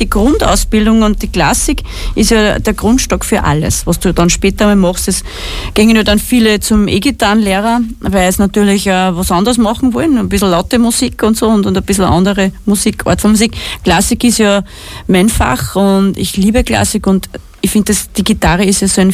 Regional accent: St. Valentin, Lower Austria, Austria; Da spiele ich sogar in meiner Heimatstadt in St. Valentin am 12. September in Schloss Wettra

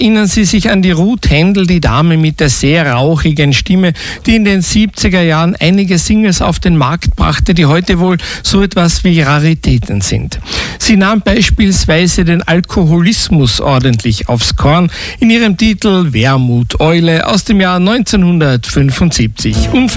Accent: Carinthia, Austria; das sogar mir als Kärntner, obwohl ich es gewohnt bin, dass in Kärnten die Hälfte aller Kinder unehelich auf die Welt kommen.

